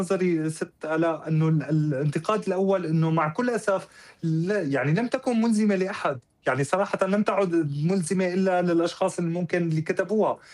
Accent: Syria; نحتاج إلى قضاء يحمينا كسوريين وسوريات، وأن يكون هذا القضاء هو قضاء سوريا الجديدة.

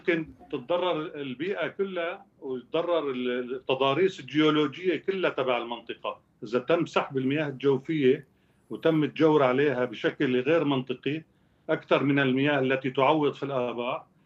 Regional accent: Syria

